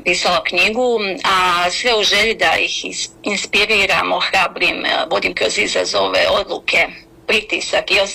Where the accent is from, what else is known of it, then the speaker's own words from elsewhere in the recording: Vareš, Federation of Bosnia and Herzegovina, Bosnia & Herzegovina; moved away as an adult; now in Rijeka, Croatia; Pa ja sam rođena u Varešu, odrasla sam, pohađala sam osnovnu školu i srednju školu i nakon ratnih zbivanja, to je tijekom 93. sam preselila u Hrvatsku.